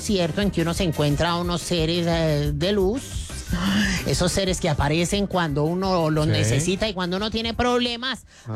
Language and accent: Spanish; Colombia